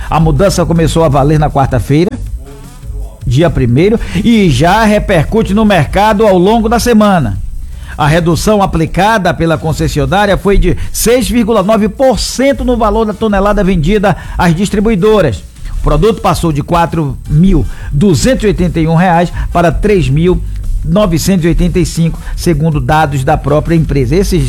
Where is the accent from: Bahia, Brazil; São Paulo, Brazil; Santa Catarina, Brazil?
Bahia, Brazil; Salvador; Quando era pequeno lá em Paripe, o carro do gás, que antes era Brasil Gás, só passava de 7 em 7 dias.